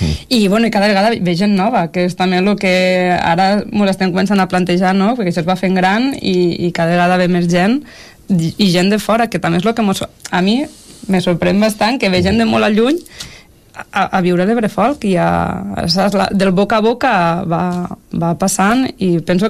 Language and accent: Catalan; Catalonia, Spain; jo soc ebrenca